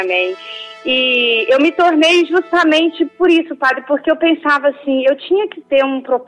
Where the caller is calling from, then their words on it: Entre Folhas, Minas Gerais, Brazil; Eu falo de Entre Folhas, Minas Gerais.